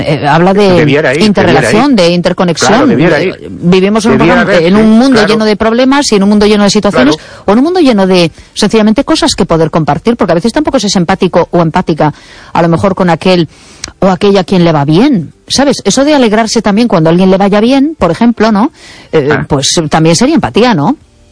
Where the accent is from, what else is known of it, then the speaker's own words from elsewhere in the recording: A Coruña, Galicia, Spain; now in Mos, Spain; Soy de Coruña, pero sí, vivo en estos momentos, bueno, al lado de Vigo, ahora mismo vivo en Mos.